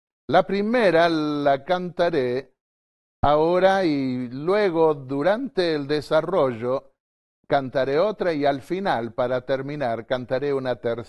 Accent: Entre Ríos, Argentina; born there

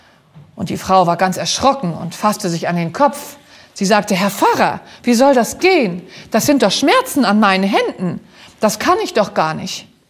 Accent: Rostock, Mecklenburg-Vorpommern, Germany; Und ich kam zu Pflegeeltern, die ich nicht kannte, 100 Kilometer von meiner Heimatstadt Rostock entfernt.

